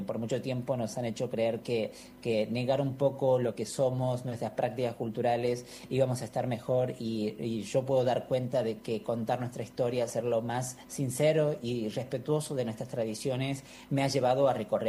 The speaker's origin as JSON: {"language": "Spanish", "town": "Valle Grande", "region": "Jujuy", "country": "Argentina", "said": "soy de Valle Grande"}